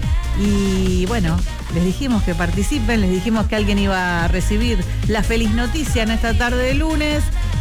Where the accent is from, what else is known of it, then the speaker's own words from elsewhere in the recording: Jujuy, Argentina; Intento llevar este estandarte jujeño conmigo, soy más de donde soy que quien soy.